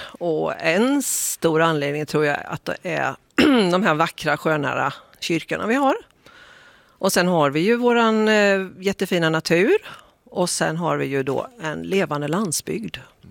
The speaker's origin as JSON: {"language": "Swedish", "region": "Skåne", "country": "Sweden", "moved": "as an adult", "lives_now": "Ydre, Sweden", "said": "Jag kommer inte härifrån, jag kommer från Skåne."}